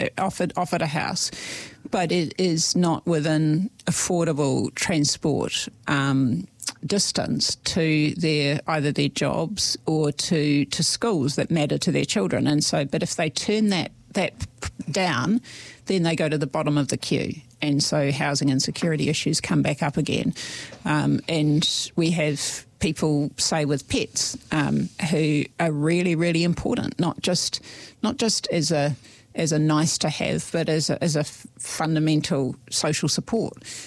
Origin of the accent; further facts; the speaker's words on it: Christchurch, Canterbury, New Zealand; I'd never seen someone that was homeless growing up in Christchurch, and now it's visible.